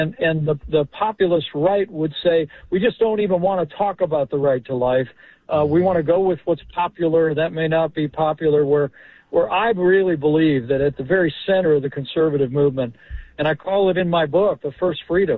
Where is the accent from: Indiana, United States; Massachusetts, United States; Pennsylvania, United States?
Indiana, United States; including my home state of Indiana, that have essentially banned abortion.